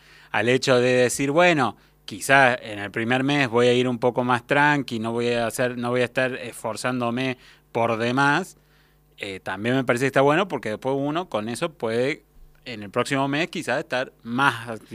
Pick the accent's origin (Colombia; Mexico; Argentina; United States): Argentina; en esta tierra de gente que somos argentinos, futboleros y consumidores de drogas analgésicas de por sí.